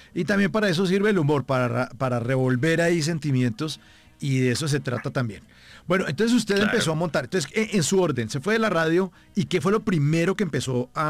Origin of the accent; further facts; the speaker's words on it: Bogotá, Bogotá Capital District, Colombia; a pesar de ser de Bogotá